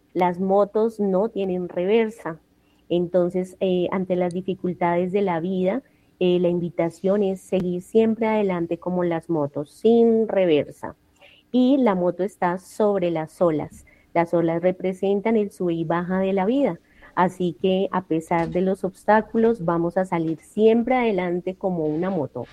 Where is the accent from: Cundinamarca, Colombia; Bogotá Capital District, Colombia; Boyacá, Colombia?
Bogotá Capital District, Colombia; Bogotá; Estoy en Bogotá. Sí, llevo toda mi vida, soy bogotanita